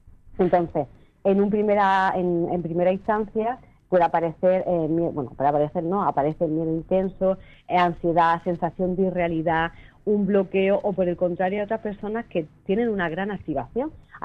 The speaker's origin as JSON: {"language": "Spanish", "town": "Vélez-Rubio", "region": "Andalusia", "country": "Spain", "said": "Además, yo soy de Belerrubio, relativamente cerca."}